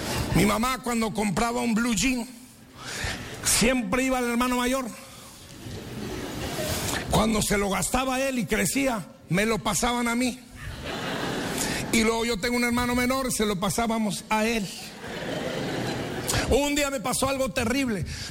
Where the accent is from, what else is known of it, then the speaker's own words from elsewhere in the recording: Mexico; now in Anaheim, United States; los que somos mexicanos aquí